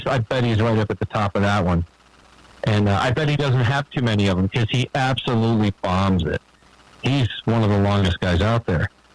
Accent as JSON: {"language": "English", "town": "Baltimore", "region": "Maryland", "country": "United States", "tie": "born there", "said": "Okay, so anyway, I was born in Baltimore. That makes me a Baltimorean."}